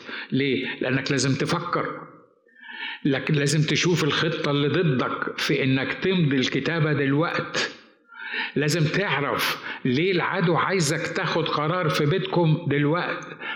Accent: Upper Egypt, Egypt; moved away; احنا في مصر

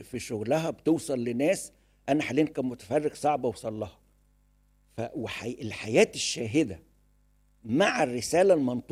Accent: Egypt

